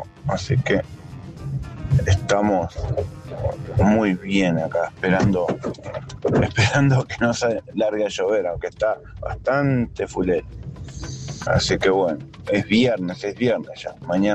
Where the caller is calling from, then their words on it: Moreno, Buenos Aires Province, Argentina; de Moreno